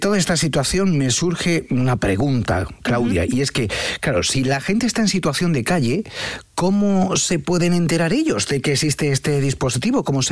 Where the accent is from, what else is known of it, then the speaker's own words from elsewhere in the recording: Málaga, Andalusia, Spain; Pues imagínate, yo que soy de Málaga, acostumbrado a tener